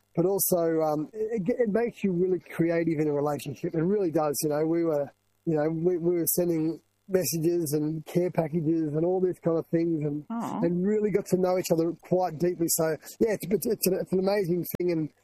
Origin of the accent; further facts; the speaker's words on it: Orange, New South Wales, Australia; moved away as an adult; now in Northern Beaches, Sydney, Australia; I grew up in Orange, New South Wales